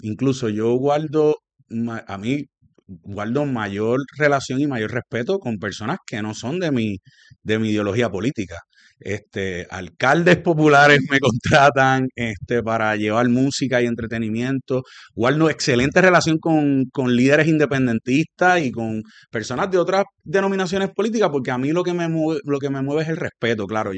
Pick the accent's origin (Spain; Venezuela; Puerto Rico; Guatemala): Puerto Rico; Dorado; Sabes que soy natural de Residencial Público. Y entonces, yo cuando incursiono al servicio público, ya llevaba 16 años como líder recreativo desarrollando actividades deportivas y recreativas en Dorado.